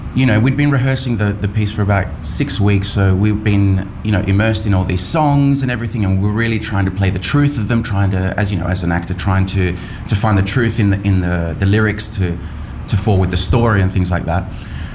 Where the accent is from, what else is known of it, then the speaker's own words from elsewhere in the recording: Australia; moved away as an adult; also born or lived in Chile; now in France; because I had a bilingual upbringing because I was born in Chile, I grew up in Australia